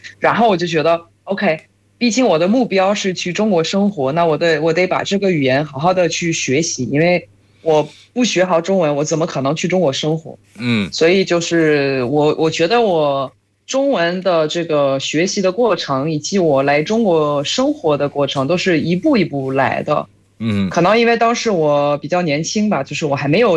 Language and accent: Chinese; France; Chinese is a second language; moved away